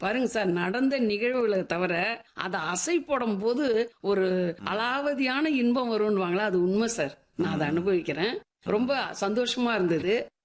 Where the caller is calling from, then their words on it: Puducherry, India; நான் வந்து புதுச்சேரி மாநிலத்தை சேர்ந்தவங்க சார்.